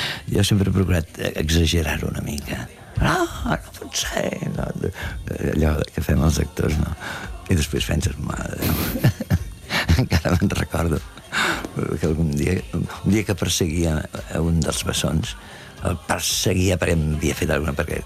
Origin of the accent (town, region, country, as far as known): Catalonia, Spain